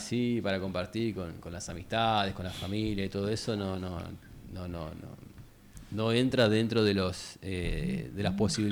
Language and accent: Spanish; Salto, Buenos Aires Province, Argentina; born there; moved away; volver a Salto a vivir de vuelta a las calles del pueblo